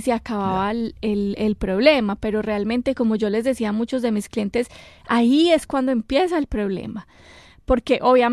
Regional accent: Colombia; accent: Colombian; now in United States; yo soy colombiana, como mi acento lo dice

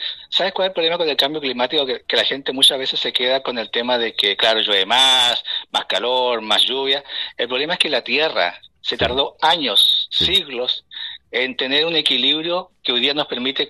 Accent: Chile; born there; moved away as an adult; also born or lived in Boston; yo ya hace 2 meses ya estoy de vuelta en mi país, ya acabó mi paso por Boston.

